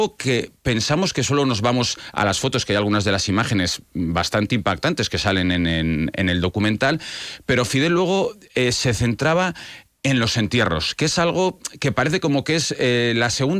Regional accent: Basque Country, Spain

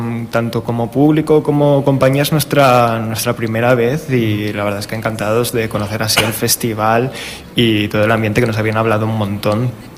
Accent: Madrid, Community of Madrid, Spain; De Madrid. Claro, algunos son de Madrid, también gente de Andalucía, Teruel, bueno, Italia.

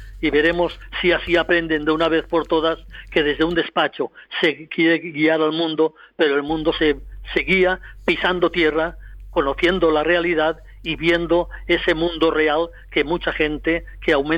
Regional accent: Valencian Community, Spain

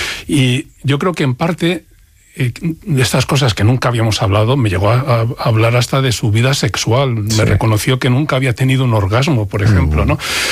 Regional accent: Madrid, Community of Madrid, Spain; born there; al barrio de Usera, que es donde yo nací, muy orgulloso de nacer allí en Usera.

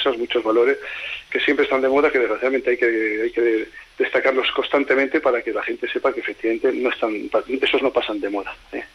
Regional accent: Haro, La Rioja, Spain; estoy orgulloso de decir que soy de Aro y que lo llevo a gala, intento estar a la altura de lo que significa ser de Aro

